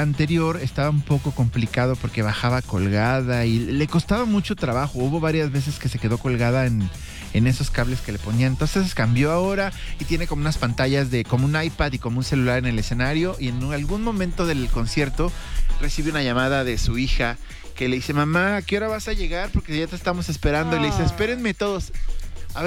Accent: San Luis Potosí, Mexico; born there; se presentó el día de ayer mi pueblo, mi ciudad que me vio nacer

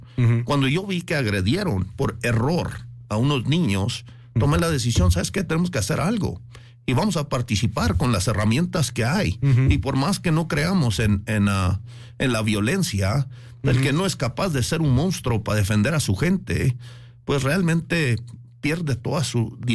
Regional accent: Chihuahua, Mexico; born there; Yo nací en Chihuahua y pues realmente me considero un mexicano.

